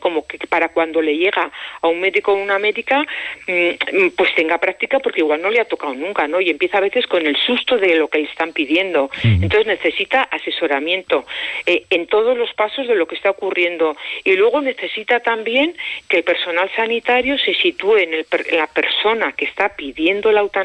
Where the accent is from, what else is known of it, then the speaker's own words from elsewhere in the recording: Navarre, Spain; estado esta mañana mirando un poco la población de La Rioja y la población de Navarra, puesto que yo soy de Navarra.